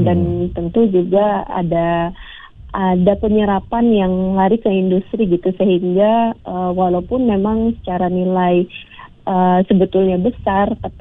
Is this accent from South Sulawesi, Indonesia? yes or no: yes; Makassar, South Sulawesi, Indonesia; halo Pak Wibi, saya juga dari Makassar.